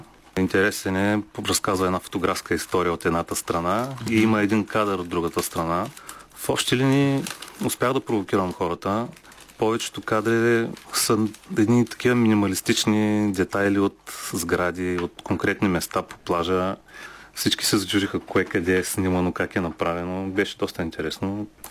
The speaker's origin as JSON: {"language": "Bulgarian", "town": "Targovishte", "region": "Targovishte Province", "country": "Bulgaria", "said": "Аз не съм от Варна, аз съм от Търговище, но като малък много често ме водиха тук и много се впечатлих от този прекрасен град."}